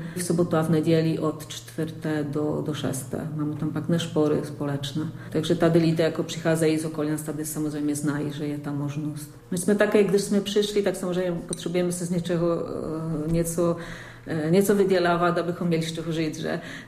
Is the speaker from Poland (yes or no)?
yes; Poland; Czech is a second language; now in Czech Republic; pro nás jako Polaky jako je to snadnější se naučit češtiny